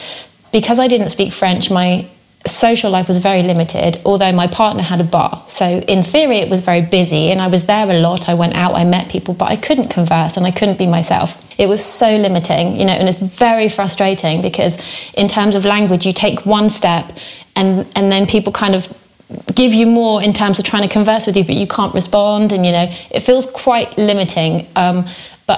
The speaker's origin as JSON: {"language": "English", "country": "United Kingdom", "moved": "as an adult", "said": "as a Brit, you look for that. Every summer holiday, every single holiday you have, you need to find the sun."}